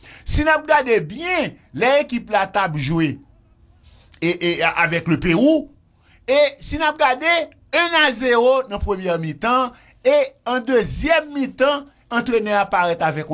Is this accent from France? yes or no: no; Haiti; Moi je suis un haïtien, je ne le dis pas avec ma bouche, mais je le dis dans mes actes.